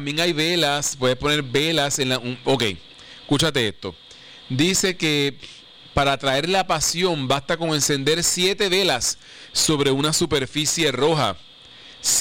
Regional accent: Puerto Rico

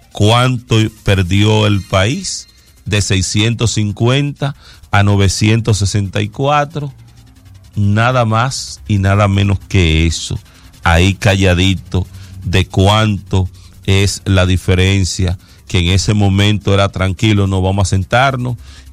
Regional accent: Dominican Republic; Ustedes saben cómo somos nosotros los dominicanos

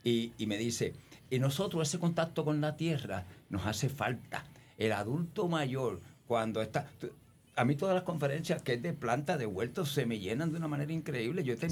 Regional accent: Cataño, Puerto Rico; yo me crié en Vietnam, en el mangle. Mi casa estaba en unos zocos sobre el mangle. Éramos un montón de hermanos. Nuestra diversión era caminar por el mangle.

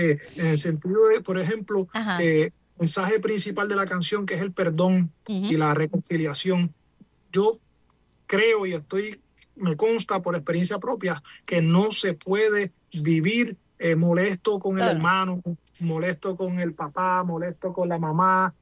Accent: San Sebastián, Puerto Rico; la gente del oeste, que es de donde yo vengo. Yo soy natural de San Sebastián.

